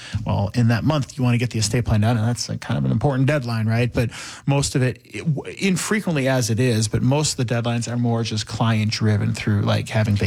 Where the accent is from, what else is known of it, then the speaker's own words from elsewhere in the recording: Hubertus, Wisconsin, United States; also born or lived in Pennsylvania; I grew up here. I grew up in Washington County. I grew up in Hubertus. So that's my hometown.